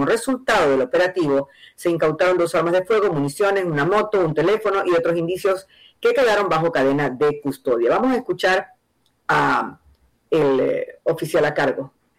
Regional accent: Guayaquil, Guayas, Ecuador; Tengo que decirlo porque es lo que siento como guayaquileño.

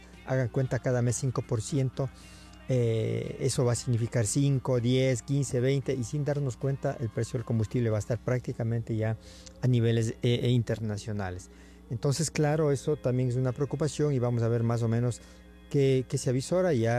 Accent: Ecuador; le mandamos nuestra mejor vibra como ecuatorianos

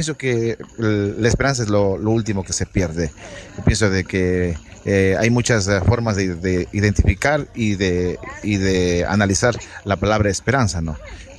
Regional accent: Macas, Morona Santiago, Ecuador; a pesar de que somos de Macas

